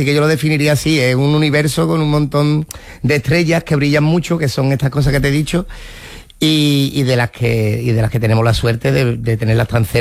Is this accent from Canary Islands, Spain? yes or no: no; Seville, Andalusia, Spain; yo he sido siempre mucho de Andalucía, no solo de mi tierra de Sevilla, sino yo he vivido de Cádiz, de Málaga, de Granada.